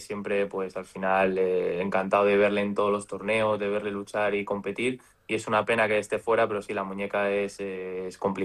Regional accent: Spain

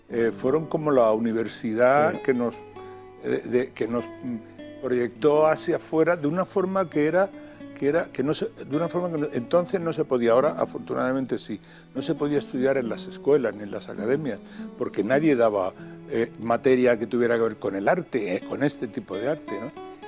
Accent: Granada, Andalusia, Spain; moved away; Así que salí de Granada... cuando estaba, era aprendiz de una tienda de discos al final

